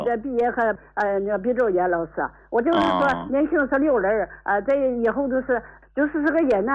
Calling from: Yantai, Shandong, China; 我是烟台人，我今年80岁

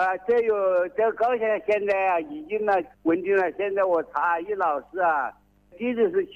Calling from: Jingshan, Hubei, China; 我是湖北金山

